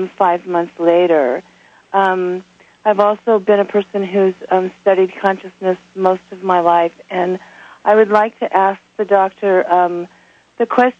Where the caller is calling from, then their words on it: Los Angeles, California, United States; I'm from Los Angeles.